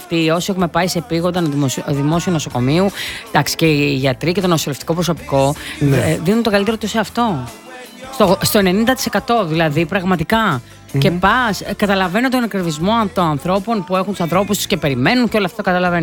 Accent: Western Greece, Greece; στα μέρη μου. Πάντα πιάνει εκεί η Ηλία

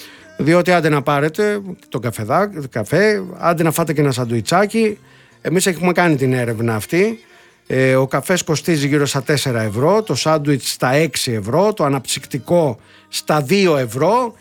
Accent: Molaoi, Peloponnese, Greece; το λέμε και εμείς στο χωριό μου και στους Μολάους το λέμε το by the book.

